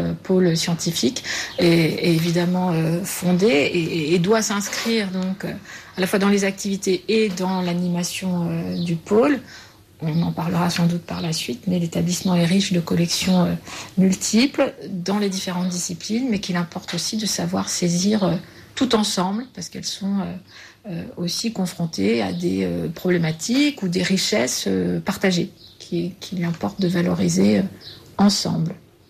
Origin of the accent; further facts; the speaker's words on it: Chalon-sur-Saône, Bourgogne-Franche-Comté, France; Je suis originaire de Chalon-sur-Saône, comme tous les membres de ma famille, en fait, mes grands-parents, etc. Donc il y a un fort ancrage chalonnais